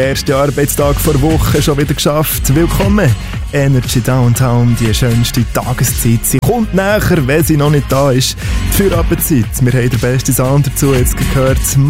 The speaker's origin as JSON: {"language": "German", "region": "Bern", "country": "Switzerland", "said": "Das Spiel, wo ich als Berner keine Chance habe"}